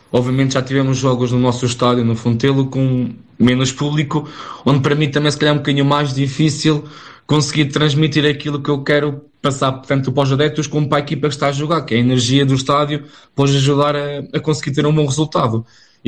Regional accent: Bragança, Norte, Portugal; also born or lived in Viseu; comecei no Clube da Minha Terra, que lá em Bragança, aqui onde eu estou neste momento. E aqui também a malta não deixa ser envergonhada, somos todos muito, como nós dizemos cá em cima, bota para a frente

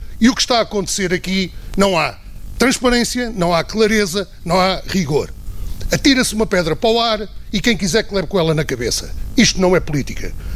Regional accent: Oliveira de Frades, Centro, Portugal; na construção do meu concelho e no desenvolvimento do meu concelho

